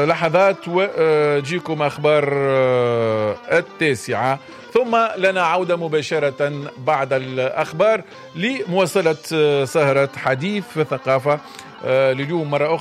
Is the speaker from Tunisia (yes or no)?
yes; Tunisia; معناها ما احنا تونسي ما هو كي يبدأ من فلقة أش ما جاي يضحكوا